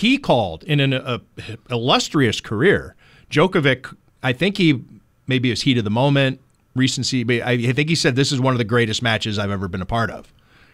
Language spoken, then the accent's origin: English; Cleveland, Ohio, United States; when we grew up growing up in Cleveland